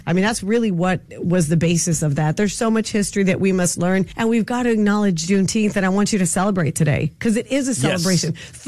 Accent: Texas, United States; this is something that I've known about since I was little, having been born and raised in Texas.

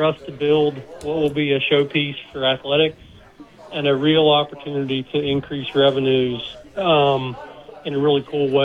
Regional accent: West Virginia, United States; I'm from Webster County

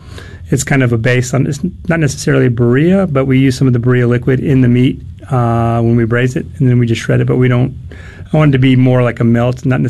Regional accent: California, United States; born or raised there

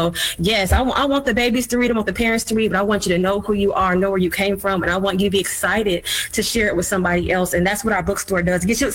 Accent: Indiana, United States; I mean, we're crossing borders. We're from Indiana.

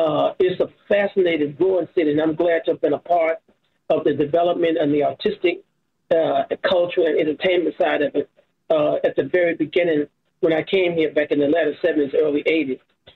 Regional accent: Mississippi, United States; Then my grandfather and my grandparents, they had in the South, because I'm from Mississippi, they had big homes back in the 50s.

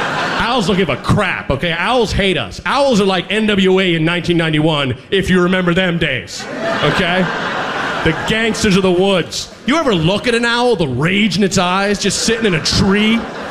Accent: Oregon, United States; I'm from Oregon

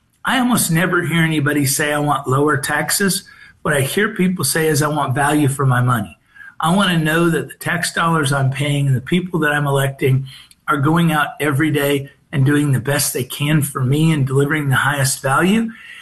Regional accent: Missouri, United States; now in St. Louis, United States; growing up in Southwest Missouri, and my wife's a St. Louis native, so St. Louis has been home psychologically for 35 years

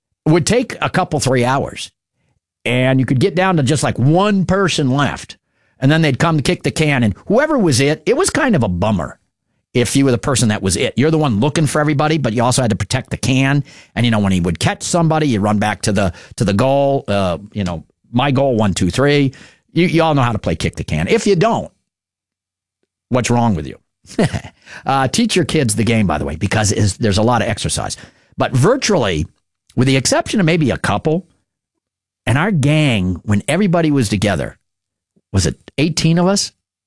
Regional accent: Marlborough, United States; also born or lived in Surry; I grew up late 60s, early 70s. I moved to Marlborough in 69, summer of 69, 70. Started first grade in Marlborough. And my grandparents had their house right on Main Street. My parents, we moved from Surrey

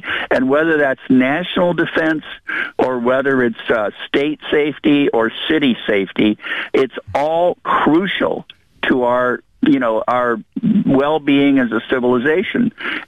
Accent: West Coast, United States; And I love the West Coast. I've lived here all my life.

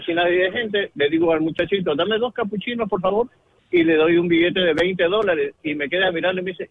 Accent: Lima, Peru; Yo venía con mi esposa de Lima, Perú, de donde soy, a Miami.

